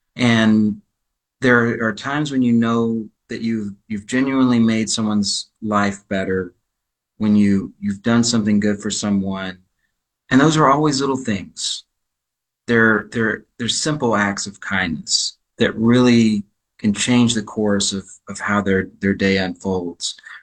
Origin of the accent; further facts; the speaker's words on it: Louisiana, United States; And I was originated from Louisiana. And we spoke two different languages.